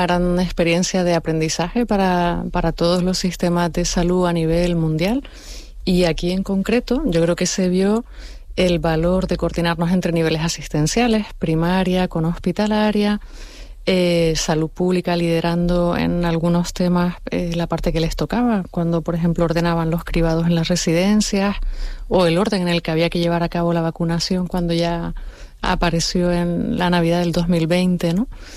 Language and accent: Spanish; Canary Islands, Spain; algo totalmente desconocido para mí como canaria